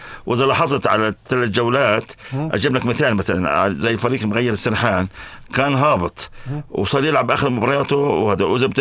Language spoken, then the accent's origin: Arabic; Jordan